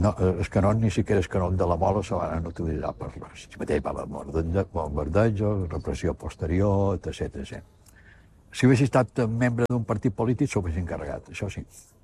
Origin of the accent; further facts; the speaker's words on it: Palma, Balearic Islands, Spain; born there; also born or lived in Mahón, Menorca; Vaig néixer a Mahó l'any 1953 i quan tenia un any, mon pare va venir destinat aquí i nos venguérem des de Menorca cap a Palma.